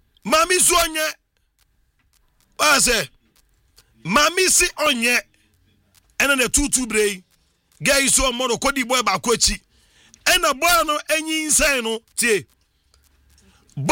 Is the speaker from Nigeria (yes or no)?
yes; Nigeria; We are Nigerian, Omo.